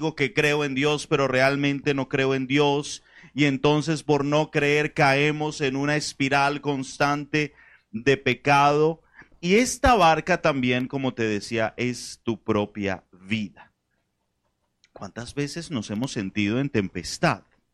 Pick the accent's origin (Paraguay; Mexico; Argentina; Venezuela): Venezuela; now in Colombia; como venezolano en el exterior, me ha tocado, no sé si se entiende este dicho aquí en Colombia, hacer de tripas corazón.